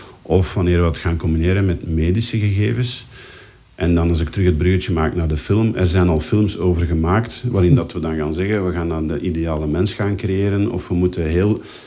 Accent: Belgium

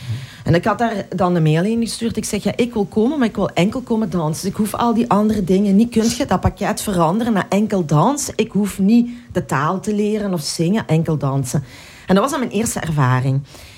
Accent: Lillo, Flanders, Belgium; En ik kwam uit Lillo. Middle of nowhere.

